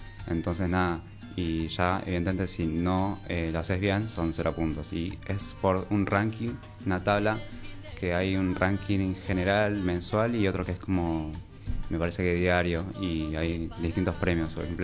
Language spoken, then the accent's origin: Spanish; Argentina; somos argentinos